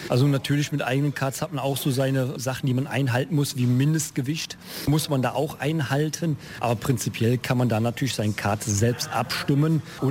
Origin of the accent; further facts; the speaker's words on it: Eschweiler, North Rhine-Westphalia, Germany; Wir kommen ja alle aus Eschweiler.